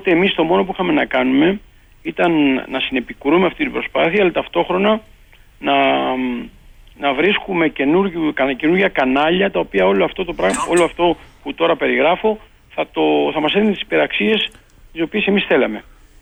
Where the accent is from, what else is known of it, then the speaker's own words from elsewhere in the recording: Chios, North Aegean, Greece; moved away as an adult; also born or lived in Athens; Εγώ όταν έφυγα για φοιτητής από τη Χίο να πω στην Αθήνα, δεν πίστευα ποτέ ότι θα γυρίσω πίσω και ασχοληθώ με τη μαστίχα.